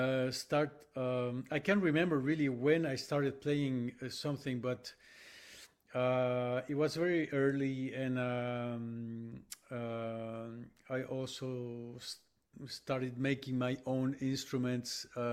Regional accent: Chile; now in Montreal, Canada; growing up in Chile.

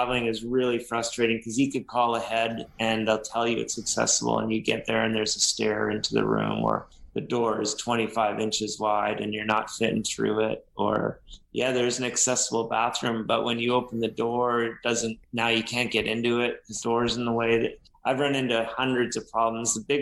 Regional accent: Canada; I'll tell people I'm from Canada

